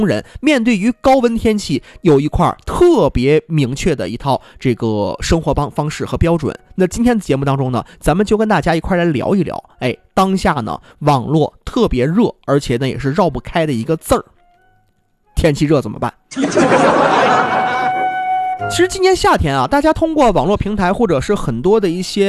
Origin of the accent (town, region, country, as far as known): Northeast China, China